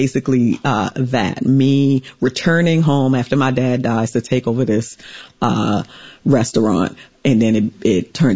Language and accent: English; St. Thomas, U.S. Virgin Islands